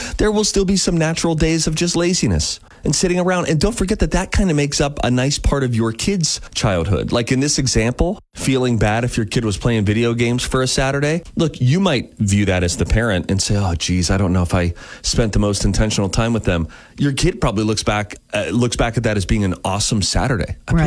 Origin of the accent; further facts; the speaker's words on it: Pennsylvania, United States; moved away as an adult; also born or lived in California; I grew up in Pennsylvania until I got a wild hair to consider California for college.